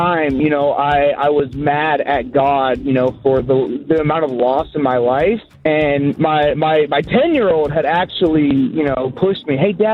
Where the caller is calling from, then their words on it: Marysville, California, United States; I'm from Marysville, California.